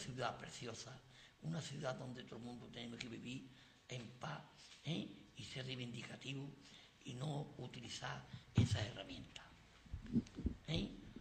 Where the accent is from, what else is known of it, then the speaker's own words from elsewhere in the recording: Sanlúcar de Barrameda, Andalusia, Spain; los problemas de mi pueblo y mi gente y la gente y el día a día, los saluqueños.